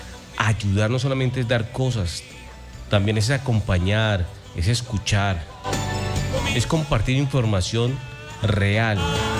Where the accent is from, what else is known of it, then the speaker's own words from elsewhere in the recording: Colombia; Hoy somos simplemente colombianos ayudando a colombianos.